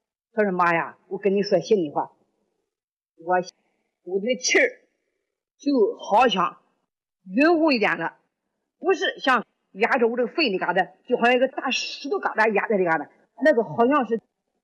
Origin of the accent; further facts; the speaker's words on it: Anhui, China; now in Mudanjiang, China; 我老家是安徽的，现在我家住在黑龙江省牡丹江市爱民区。